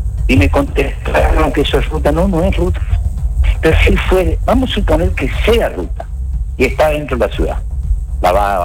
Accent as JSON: {"language": "Spanish", "town": "Castelli", "country": "Argentina", "said": "Yo soy ciudadano de Castelli."}